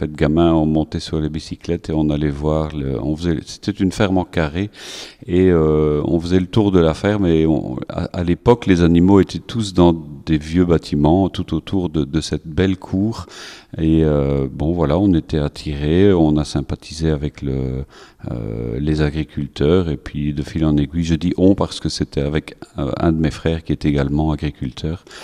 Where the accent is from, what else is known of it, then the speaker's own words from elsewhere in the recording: Leuze-en-Hainaut, Wallonia, Belgium; Oui, donc … je viens de la région de Hatte, Leuze-en-Hainaut précisément.